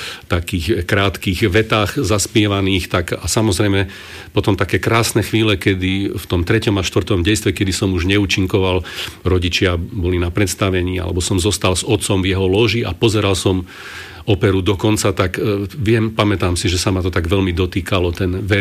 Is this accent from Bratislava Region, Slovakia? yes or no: no; Banská Bystrica, Banská Bystrica Region, Slovakia; born there; Ja som sa narodil vlastne v Banskej Bystrici